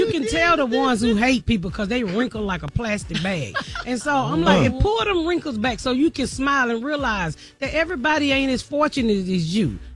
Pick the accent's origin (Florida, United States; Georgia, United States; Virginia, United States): Georgia, United States; Atlanta; I ask myself all the time, how even people know that I'm from Atlanta.